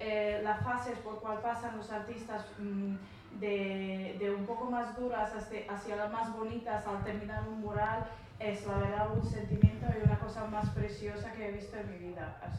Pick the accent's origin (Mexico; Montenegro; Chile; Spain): Montenegro; Spanish is a second language; Vengo de Montenegro, si no me se lo he olvidado.